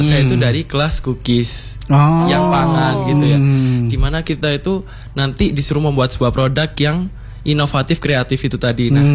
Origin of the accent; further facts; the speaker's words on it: East Java, Indonesia; Dan saya dari Jawa Timur. Sebenarnya yang dari Jawa Timur itu banyak, tapi salah satunya saya gitu.